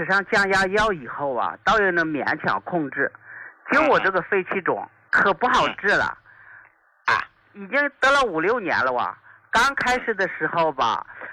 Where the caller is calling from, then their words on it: Shaanxi, China; 我是陕西的一名听众。